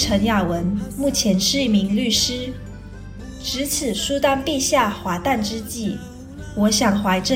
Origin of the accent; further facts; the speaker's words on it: Brunei; also born or lived in United Kingdom; 身为土生土长的文莱人，我很幸运能够在这片和平安宁的土地上成长。